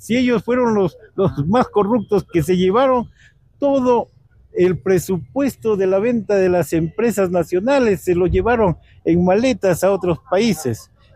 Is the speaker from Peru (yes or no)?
yes; Peru; nosotros como ciudadanos peruanos